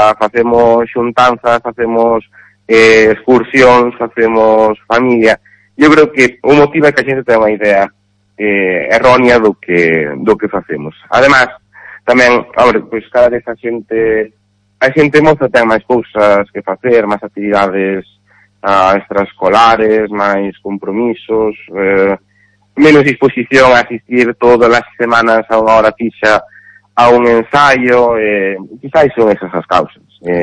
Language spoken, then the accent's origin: Galician; Carballo, Galicia, Spain; además eu son daqui, son de Carballo, que pues, además me fai moitísima ilusión dirixir